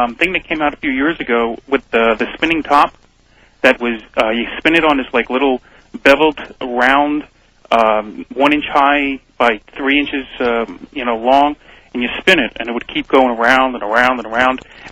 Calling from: Hanksville, New York, United States; from Hanksville, Long Island.

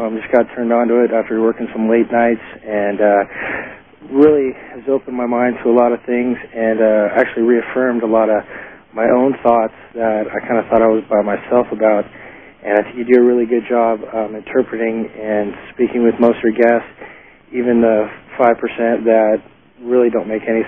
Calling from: Laguna Niguel, California, United States; I'm actually in Laguna Niguel, California.

